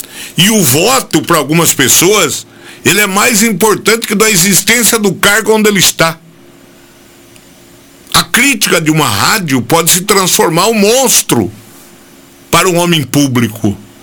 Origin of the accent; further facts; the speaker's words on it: Capivari, São Paulo, Brazil; also born or lived in Rafard; Eu sou daqui. Eu não posso, eu sou de Capivari. Meus filhos nasceram lá. Entenderam? Eu tenho residência em Capivari. Eu tenho residência em Rafar.